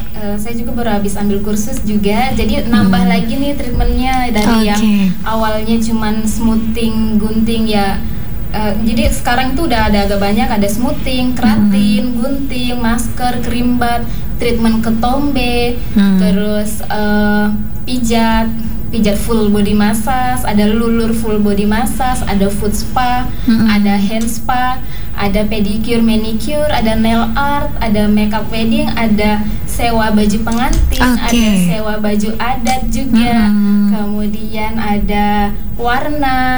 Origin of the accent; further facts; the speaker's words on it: Kobisonta, Maluku, Indonesia; now in Fakfak, Indonesia; saya kan dulu masih di sana tuh, masih di Kobisonta di kampung saya.